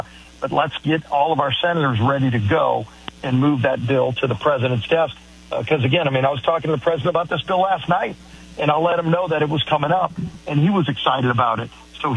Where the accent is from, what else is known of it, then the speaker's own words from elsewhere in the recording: New Orleans, Louisiana, United States; I mean, look, I come from New Orleans.